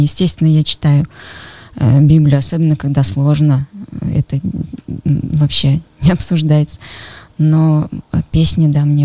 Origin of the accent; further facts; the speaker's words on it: Orsk, Orenburg Oblast, Russia; moved away as an adult; now in Krasnodar, Russia; Всю жизнь прожила в городе Орске, в Оренбургской области. Там же я и покаялась, и замуж вышла там. И 8 лет назад мы переехали в Краснодар с мужем.